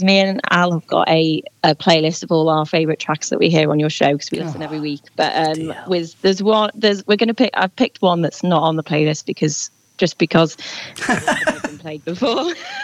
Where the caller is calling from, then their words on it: Liverpool, North West England, United Kingdom; from L17.